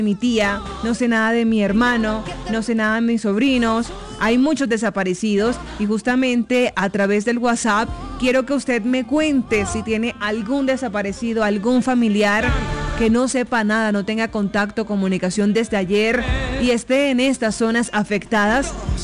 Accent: Colombia; este momento tan duro que estamos viviendo como colombianos

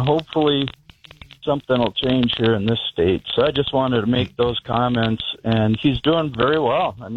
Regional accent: Minnesota, United States; I'm from Minnesota, and they've really done it here in spades all over the place.

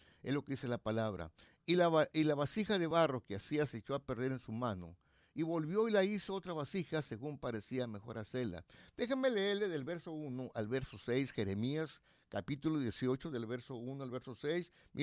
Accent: Xicoténcatl, Tamaulipas, Mexico; moved away; Cuando yo vivía allá en mi pueblo, allá en Jicotenca, el Tamaulipas

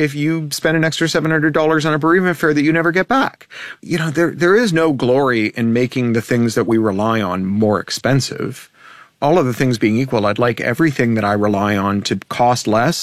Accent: Canada; especially poignant for me as a Canadian

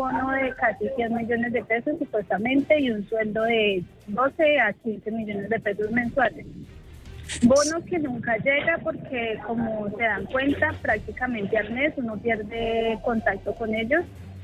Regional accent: Ibagué, Tolima, Colombia; Hemos hecho plantones en Bogotá, hemos hecho acá en Ibagué, porque soy de Ibagué, hemos hecho con las madres

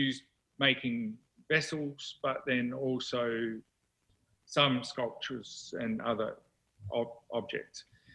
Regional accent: Adelaide, South Australia, Australia; moved away; I'm from Adelaide in Australia, been here. My family's been in Australia for 150 years, about maybe 160, 170, for a while.

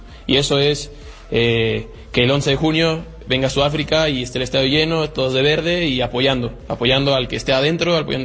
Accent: Mexico; nosotros, los mexicanos

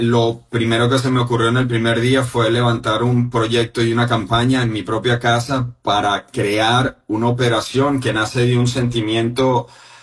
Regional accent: Playa Grande, La Guaira, Venezuela; moved away as an adult; now in Puerto Rico; yo crecí y viví gran parte de mi vida en Playa Grande, que ha sido una de las zonas más afectadas de estos dos sismos simultáneos en Venezuela. Yo actualmente vivo en Puerto Rico, pero en Venezuela tenía mi apartamento

